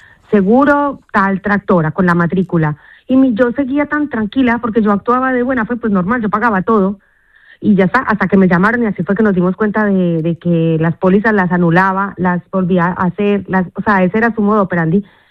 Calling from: Vélez-Málaga, Andalusia, Spain; yo también soy de Vélez, Málaga

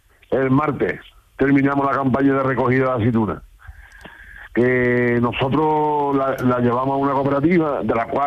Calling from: La Roda de Andalucía, Andalusia, Spain; De la Roda Andalucía.

